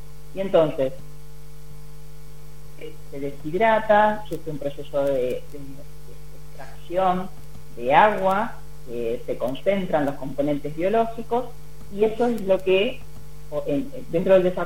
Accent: Maipú, Mendoza, Argentina; now in La Plata, Argentina; soy en mendocina, de Maipú. Mis padres están ahí, mis hermanos también. Y bueno, ahora estoy en La Plata en este momento

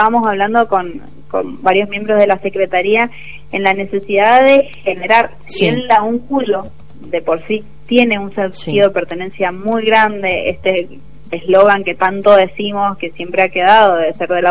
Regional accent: Palmira, Mendoza, Argentina; Soy palmirense.

